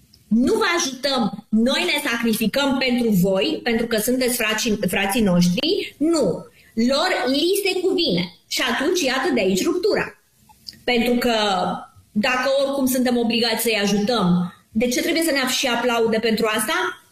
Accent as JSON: {"language": "Romanian", "country": "Romania"}